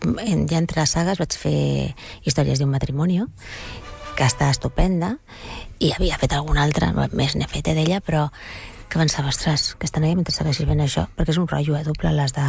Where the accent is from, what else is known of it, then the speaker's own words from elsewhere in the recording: Catalonia, Spain; però jo penso en català, jo sóc catalana